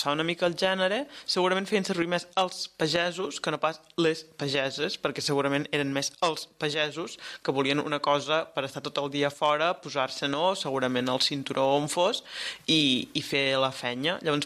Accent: Blancafort, Catalonia, Spain; born or raised there

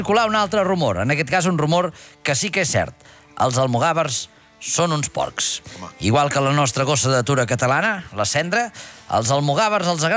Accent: Catalonia, Spain; No, això no. Bueno, jo sóc català, també.

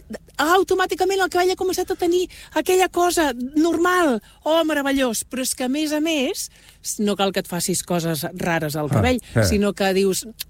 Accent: Catalonia, Spain; Perquè som catalans.

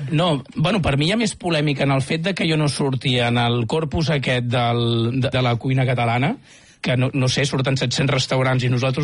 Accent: Catalonia, Spain; Jo soc del Baix Llobregat.

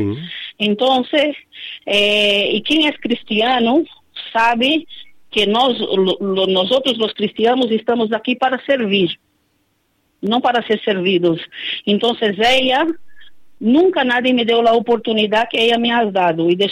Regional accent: Brazil; É como eu tenho dito, eu vim de Brasil, de Zique Brasil

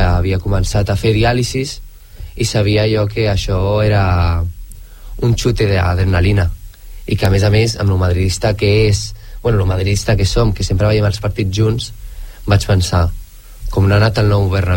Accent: Sant Boi de Llobregat, Catalonia, Spain; born there; jo Samuyà, vaig néixer a l'Hospital Antic, o sigui, més Samuyà que això no hi ha.

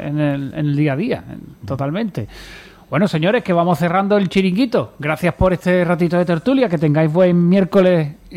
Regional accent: La Iglesuela del Cid, Aragon, Spain; born there; la Iglesuela del Cid, mi pueblo.

